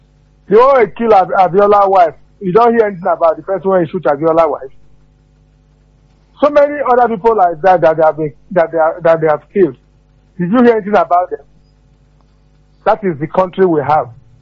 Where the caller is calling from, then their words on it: Nigeria; I'm calling you from Olegwe.